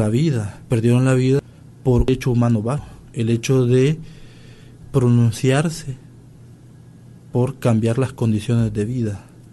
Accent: El Salvador

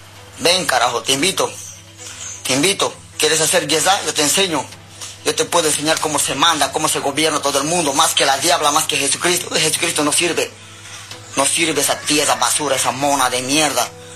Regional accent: Bolivia; Soy yo, mierda, de Bolivia.

